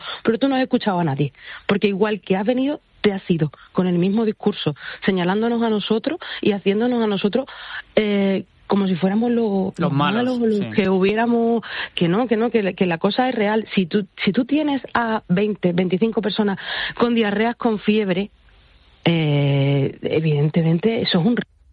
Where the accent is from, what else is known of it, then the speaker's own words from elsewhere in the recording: Spain; O sea, nosotros sabemos que somos españoles y el resto de España también, ¿vale?